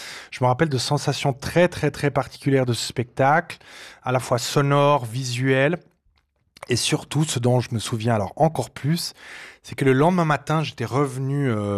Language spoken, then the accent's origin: French; Fribourg, Switzerland; Et Anya, vous avez dit avant que j'ai grandi à Fribourg. Alors, ce qu'il faut savoir, c'est qu'à Fribourg, on ne parle pas très, très bien.